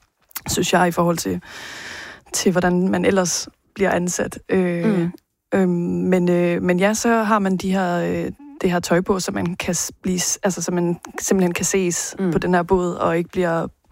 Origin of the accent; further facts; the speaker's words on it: Jutland, Denmark; Jeg er jo fra Jylland, ja.